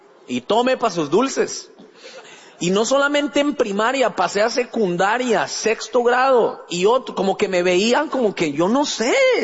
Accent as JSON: {"language": "Spanish", "region": "Bogotá", "country": "Colombia", "said": "yo soy colombiano, yo sé que a veces sueno como mexicano, colombiano, pero soy bogotano"}